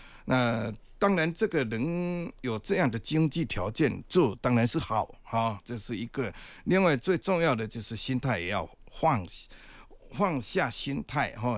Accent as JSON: {"language": "Chinese", "region": "Fujian", "country": "China", "accent": "Minnan", "said": "就我们闽南话叫做恰牙气了"}